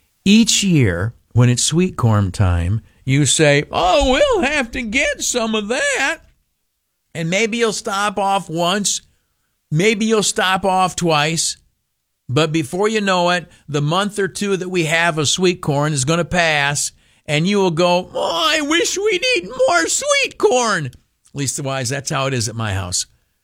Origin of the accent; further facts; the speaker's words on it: United States; I'm an American. I'm a veteran of the Army.